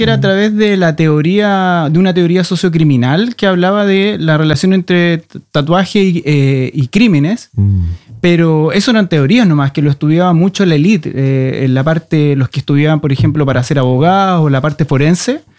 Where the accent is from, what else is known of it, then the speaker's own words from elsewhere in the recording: Chile; todos crecimos en Chile